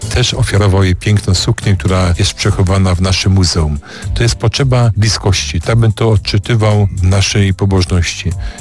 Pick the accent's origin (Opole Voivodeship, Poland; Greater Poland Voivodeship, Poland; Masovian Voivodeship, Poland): Opole Voivodeship, Poland; Olesno; Ja pochodzę rodem z Olesna